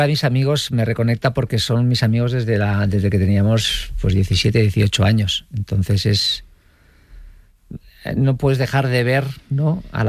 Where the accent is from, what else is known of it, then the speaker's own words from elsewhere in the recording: Vitoria-Gasteiz, Basque Country, Spain; pero donde viví toda mi infancia, hasta que me marché de casa, que estaba en un barrio obrero en Zaramaga